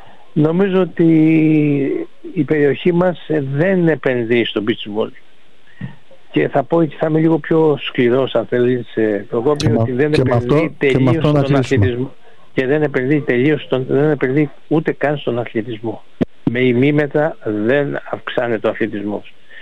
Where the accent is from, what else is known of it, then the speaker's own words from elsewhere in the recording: Kourouta, Western Greece, Greece; στο Δήμο Ήλιερα στην Κουδούντα, την πατρίδα μου